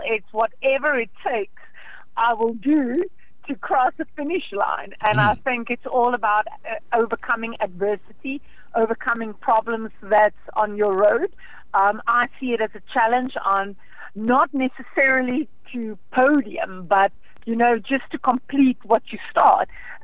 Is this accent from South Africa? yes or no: yes; South Africa; also born or lived in Riversdale; now in George, South Africa; as a South African